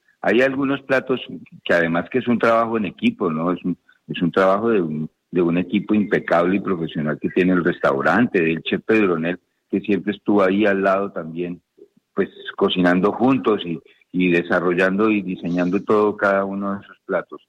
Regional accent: Colombia

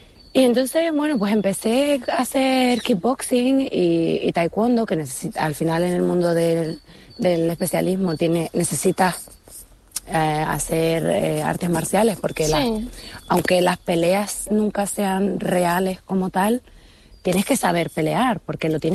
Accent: Canary Islands, Spain; now in United Kingdom; me encantaría volver y seguir trabajando en Canarias.

